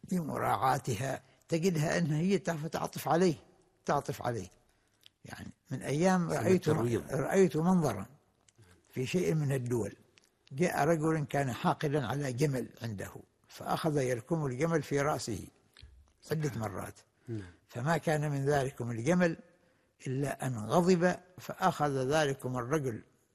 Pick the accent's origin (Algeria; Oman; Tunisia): Oman; السابق كان واحد الحياة بسيطة في القرى في البلدان، مثلا عندنا في عمان تجد الواحد أين يذهب، يعني البلد كلها متكاتفة وكلها متعاونة وكلها متعارفة